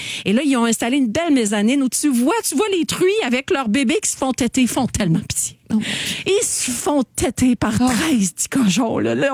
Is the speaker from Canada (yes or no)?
yes; Quebec, Canada; chez nous, au Québec, on a une diversité agricole dont on est extrêmement fiers.